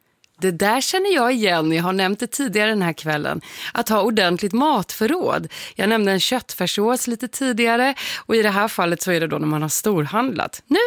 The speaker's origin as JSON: {"language": "Swedish", "town": "Stockholm", "region": "Stockholm County", "country": "Sweden", "lives_now": "Kalmar, Sweden", "said": "Jag är ju stockholmare men bor i Kalmar."}